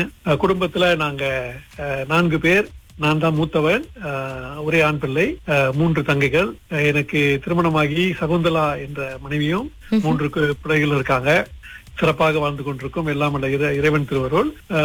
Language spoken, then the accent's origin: Tamil; Labis, Johor, Malaysia; என்னுடைய சொந்த ஊரான லாபிஸ்கே போய் என்னுடைய இடைநிலை பள்ளியிலேயே ஆசிரியராக 4 பணி செய்தேன்.